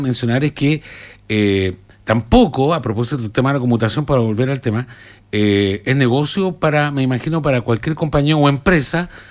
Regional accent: Magallanes and Chilean Antarctica, Chile; moved away; yo vengo de la región de Magallanes, por lo tanto ahí se explotaba el petróleo, ¿no?

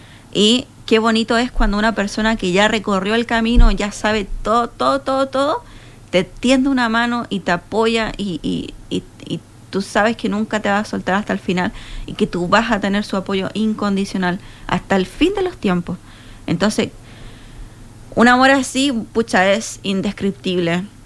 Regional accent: Chile; No le puedo decir que soy chilena porque es mi nacionalidad

